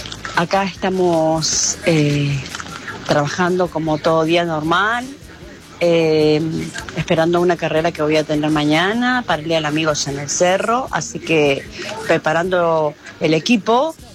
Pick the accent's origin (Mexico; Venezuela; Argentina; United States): Argentina; que yo calculo que como todo argentino estamos súper hiper ansioso